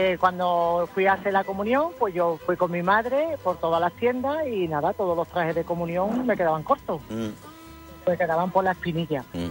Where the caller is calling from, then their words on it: Seville, Andalusia, Spain; Yo soy de Sevilla